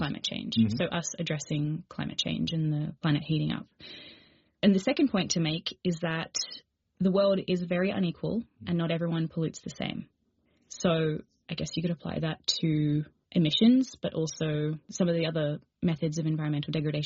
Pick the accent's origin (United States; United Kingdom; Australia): Australia; And I grew up in Australia, so I had plenty of exposure therapy.